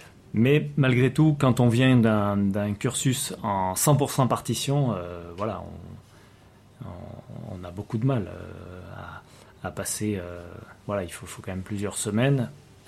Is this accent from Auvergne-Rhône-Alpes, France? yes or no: yes; Aurillac, Auvergne-Rhône-Alpes, France; born there; Mais je suis né à Aurillac, toutefois, et en fait, on est plutôt une famille de musiciens